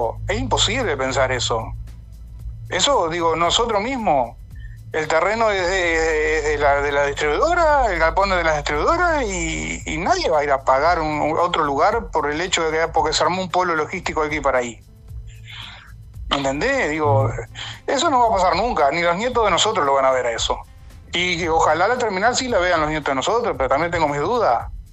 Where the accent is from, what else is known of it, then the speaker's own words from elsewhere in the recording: Carmelo, Colonia, Uruguay; Yo soy de Carmelo, nacido y criado en Carmelo